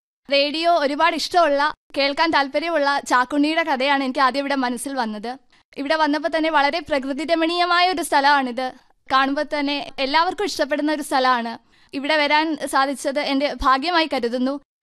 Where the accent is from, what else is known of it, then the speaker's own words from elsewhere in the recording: Kangazha, Kerala, India; കോട്ടയം ജില്ലയിലെ കങ്ങഴയാണ് എൻ്റെ സ്വദേശം.